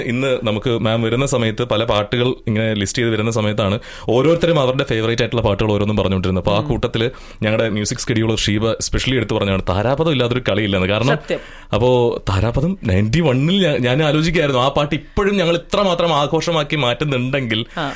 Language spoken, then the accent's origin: Malayalam; Kerala, India; ഞങ്ങൾ മലയാളികൾ ഒരുപക്ഷെ എല്ലാ ദിവസവും കാണുന്ന മുഖങ്ങളിൽ ഒന്നാണ് ശ്വേതാമേനോന്റെ മുഖം.